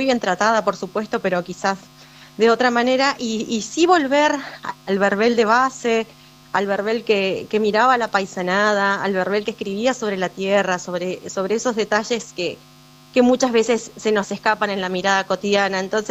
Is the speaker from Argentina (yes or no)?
yes; Neuquén, Argentina; moved away; cuando volví a vivir acá, yo soy de Neuquén